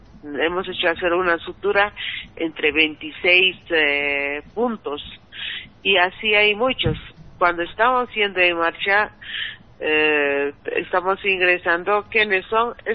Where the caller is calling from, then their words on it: Cochabamba, Bolivia